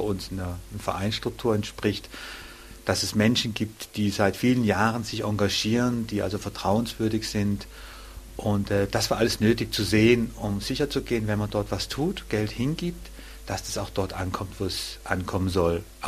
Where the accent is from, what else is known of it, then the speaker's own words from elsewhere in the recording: Germany; man kommt als Deutscher nach Afrika, der noch nie in Afrika war